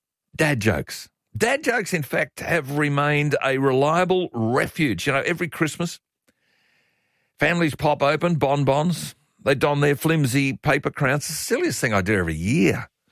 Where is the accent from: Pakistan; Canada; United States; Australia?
Australia; isn't that the Australian way, though?